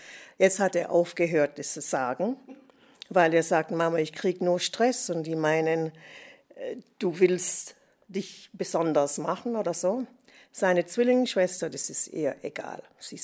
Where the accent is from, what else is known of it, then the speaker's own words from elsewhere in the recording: Jamaica; German is a second language; auch ich habe immer Englisch gesprochen, aber wir haben auch unser Dialekt in Jamaika.